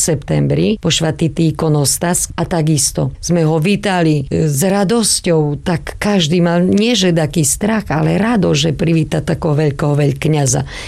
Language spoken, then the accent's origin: Slovak; Svidník, Prešov Region, Slovakia; pochádzam zo Svidníka. Aj bývam u Svidníku od narodenia, furt vo Svidníku.